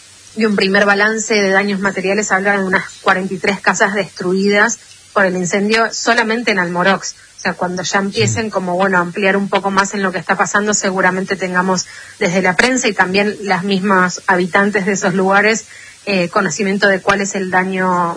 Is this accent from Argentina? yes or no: yes; Argentina; Y me tocó como periodista ir a vivirlo ahí, como argentina también.